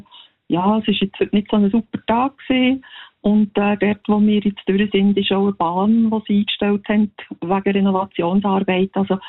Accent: Lucerne, Switzerland; Ja, mein Musikwunsch ist von … weil wir sind Luzerner und … ist ein Luzerner.

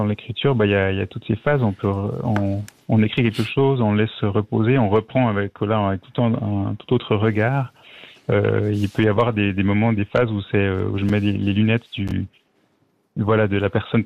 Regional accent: Lausanne, Vaud, Switzerland; born there; now in Vevey, Switzerland; je suis né à Lausanne, j'ai passé maintenant j'habite à Vevey, mais j'ai habité 20 ans là-bas.

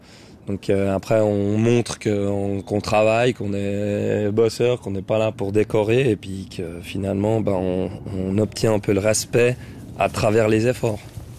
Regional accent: Versoix, Geneva, Switzerland; born or raised there

